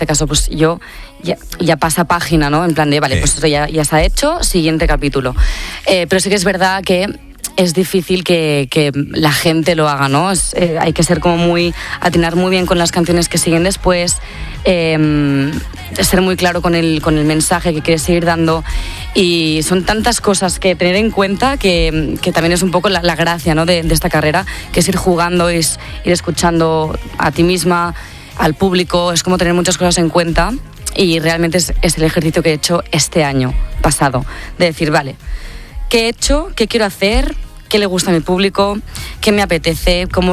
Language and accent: Spanish; Tiana, Catalonia, Spain